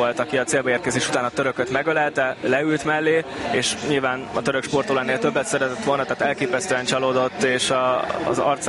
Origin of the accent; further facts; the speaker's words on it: Hungary; nyilván magyarként hazabeszél az ember